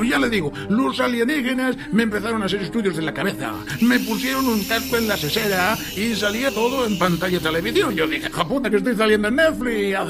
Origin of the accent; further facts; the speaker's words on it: Caracas, Capital District, Venezuela; Yo soy de Caracas, y me verán siempre en todo lugar donde se luche contra el tirano